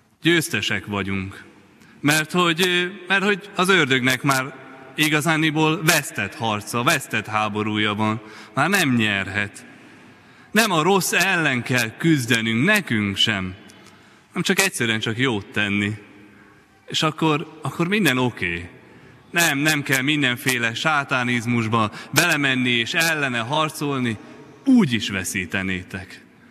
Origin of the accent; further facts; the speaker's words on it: Nyergesújfalu, Komárom-Esztergom, Hungary; moved away; Szent Mihály templomból származom én is, Nyergesújfaluról, egy gyönyörű kis barokk templom